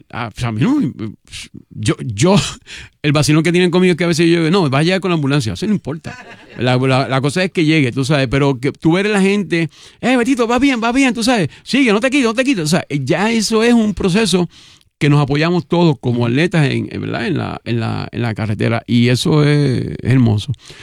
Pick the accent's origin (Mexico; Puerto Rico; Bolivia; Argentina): Puerto Rico; como puertorriqueños nos hace falta disfrutar la vida